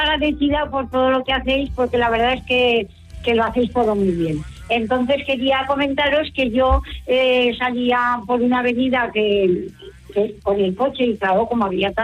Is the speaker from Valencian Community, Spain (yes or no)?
no; Aragon, Spain; Yo soy una maña, que somos nobles y decimos las cosas de corazón.